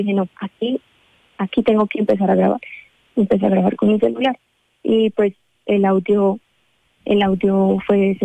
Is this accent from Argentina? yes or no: no; Tolima, Colombia; como vengo de tierra caliente, soy del Tolima